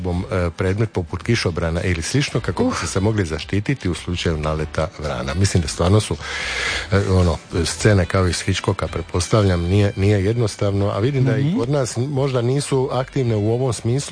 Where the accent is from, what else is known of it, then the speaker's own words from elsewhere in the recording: Trogir, Split-Dalmatia County, Croatia; born there; Ja se sjećam iz djetinjstva kod našeg u Trogiru bačvara Korada